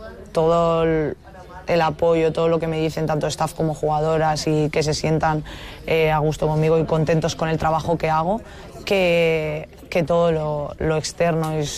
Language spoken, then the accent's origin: Spanish; Balearic Islands, Spain; evidentemente somos cuatro mallorquinas y muchísima gente nos escribe y estamos en nuestra casa